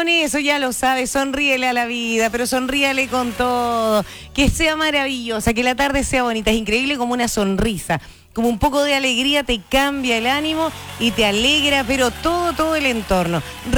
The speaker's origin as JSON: {"language": "Spanish", "region": "southern Chile", "country": "Chile", "accent": "cantadito (southern)", "said": "ahí viene mi sobrina del Sure. Y me molestan porque me dicen que yo hablo cantadito."}